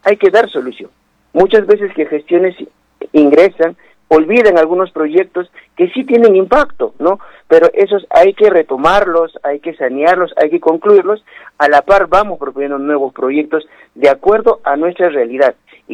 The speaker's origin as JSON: {"language": "Spanish", "town": "Ilabaya", "region": "Tacna", "country": "Peru", "said": "Yo soy de Ilabaya, he nacido en Boroguenia. Tengo mis padres actualmente viviendo en Boroguenia. Tengo un gran cariño a mi distrito."}